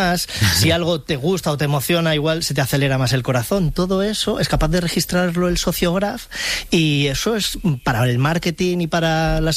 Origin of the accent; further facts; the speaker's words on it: Castile and León, Spain; now in Valladolid, Spain; yo lo desmiento totalmente porque soy del Bierzo y a mí me han acogido perfectamente en Valladolid